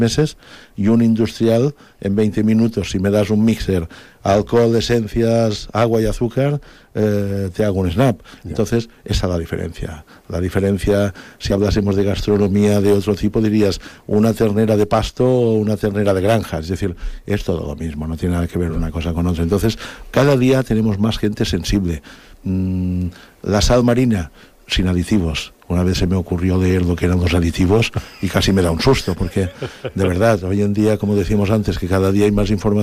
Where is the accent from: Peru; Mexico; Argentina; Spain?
Spain; Ibiza, Balearic Islands; de pequeño, aquí en Ibicenco, lo que hemos dicho siempre